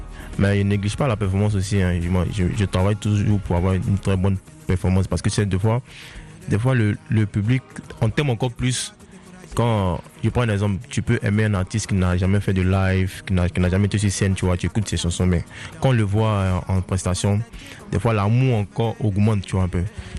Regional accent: Bobo-Dioulasso, Hauts-Bassins, Burkina Faso; moi j'ai grandi à Bobo. À Bobo, c'est un peu le Bronx, tu vois, c'est un peu le ghetto

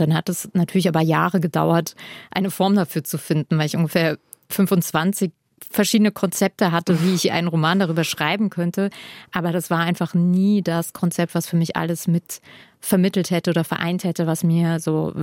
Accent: Hermeskeil, Rhineland-Palatinate, Germany; aufgewachsen bin, in Hermeskeil, meinem Geburtsort, beschäftigt. Das ist so, also Hermeskeil ist sehr klein

